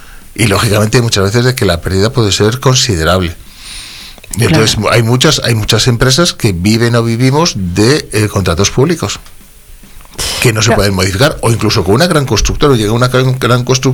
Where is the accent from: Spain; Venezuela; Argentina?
Spain; Orbó, Castile and León; En mi pueblo, este fin de semana, que celebramos en San Juan, en Orbó, celebramos San Juan